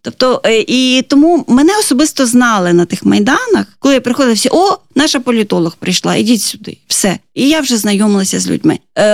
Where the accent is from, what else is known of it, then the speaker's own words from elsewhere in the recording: Lviv Oblast, Ukraine; now in Kharkiv, Ukraine; Львівщина.